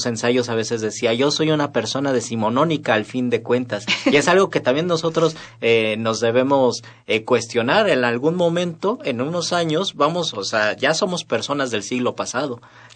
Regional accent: Mexico City, Mexico; accent: Mexico City; Si uno va al norte, dice, por supuesto que tienes un acento de la Ciudad de México, pero porque uno ya lo sistematizó, ya lo incorporó, no se da cuenta.

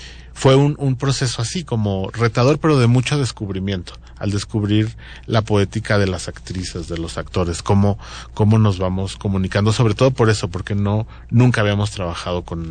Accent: Michoacán, Mexico; Yo soy de Michoacán

